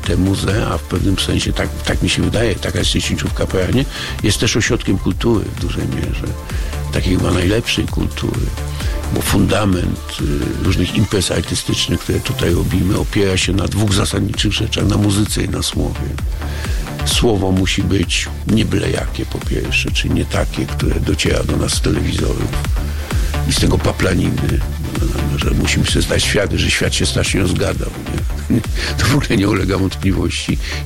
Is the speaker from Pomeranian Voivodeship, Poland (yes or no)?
yes; Sopot, Pomeranian Voivodeship, Poland; Ponieważ jestem z Sopotu, to bardzo chciałem, żeby tu istniała scena. Z tęsknoty za operą leśną w Sopocie.